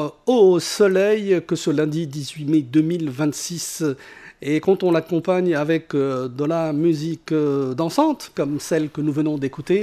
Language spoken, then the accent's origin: French; Tunis, Tunis Governorate, Tunisia; ce sont des natives de New York, nous sommes des natifs de Tunis.